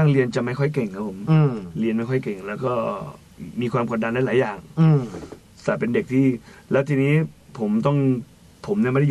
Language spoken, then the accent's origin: Thai; Saraburi, Thailand; also born or lived in Isan; now in Lopburi, Thailand; เป็นคนสระบุรีบ้านเกิดอยู่สระบุรีนะครับแล้วก็แต่ตอนนี้ย้ายไปอยู่ที่ลพบุรีแล้วครับผ